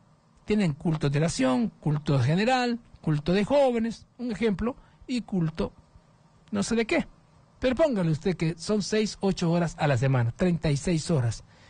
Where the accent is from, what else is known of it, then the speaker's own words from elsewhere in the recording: Honduras; es necesario que nosotros hagamos esta situación como hondureños, como personas que tengamos conciencia